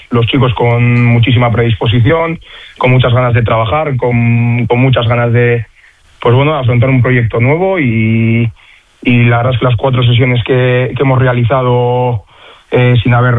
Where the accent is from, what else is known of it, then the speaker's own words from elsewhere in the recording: Leioa, Basque Country, Spain; Yo al final también soy de Leioa